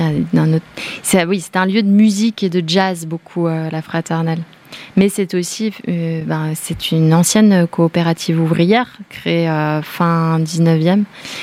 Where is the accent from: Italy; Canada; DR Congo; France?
France; Bourgogne-Franche-Comté; Nous, on vient de là, c'est le Haut-Jura. Nous, on vient du Jura